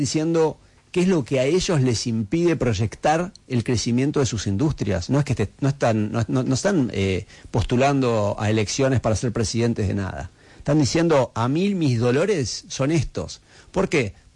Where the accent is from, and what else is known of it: Argentina